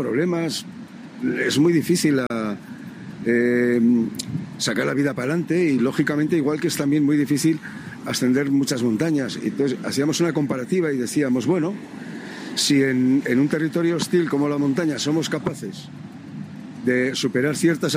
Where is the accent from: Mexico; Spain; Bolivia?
Spain; Basque Country; las montañas de mi tierra, las montañas de Euskal Herria